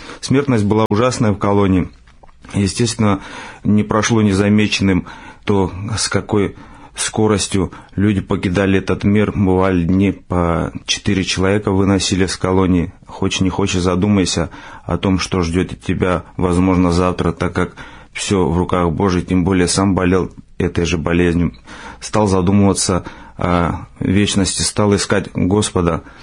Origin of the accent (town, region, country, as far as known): Georgia; born or raised there